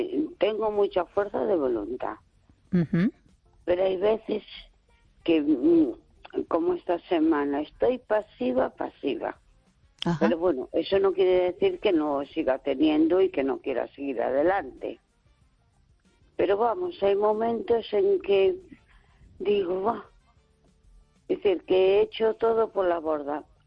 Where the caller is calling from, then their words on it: A Coruña, Galicia, Spain; Hola, buenas noches. … de Coruña.